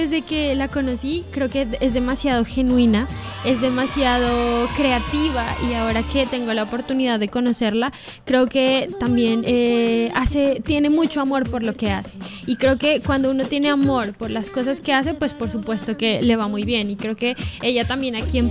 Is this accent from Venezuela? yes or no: no; Nariño, Colombia; moved away as an adult; now in Bogotá, Colombia; Soy de Nariño. Esta es como la frontera con Ecuador. Entonces, de verdad, hay muchísima influencia musical también.